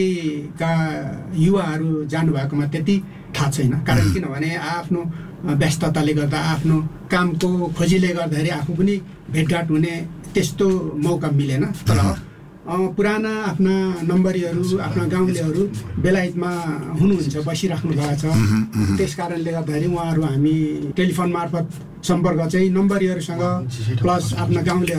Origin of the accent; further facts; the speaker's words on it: Bhojpur District, Koshi Province, Nepal; भोजपुर जिल्ला तिवारी भन्ज्याङ ward number 2 आबु बाक्सिगुङ भन्छ मेरो गाउँ घर